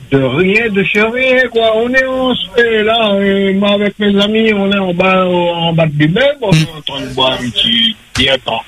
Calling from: La Possession, Réunion; moi j'habite à Orion, la possession, mais il n'y a rien.

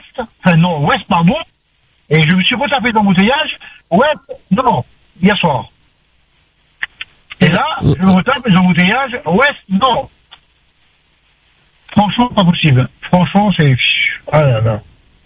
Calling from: Saint-Paul, Réunion; Là, je suis à Combé, en fait, avant l'Urcopa.

